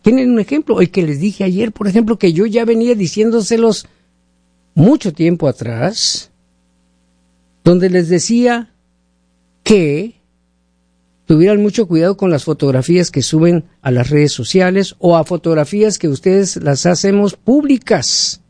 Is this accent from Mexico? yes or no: yes; Mexico; moved away; Yo soy de México, y yo empecé en la música cuando tenía 13, 14 años ya, ¿no? ¿Y qué crees? No sabíamos nada de inglés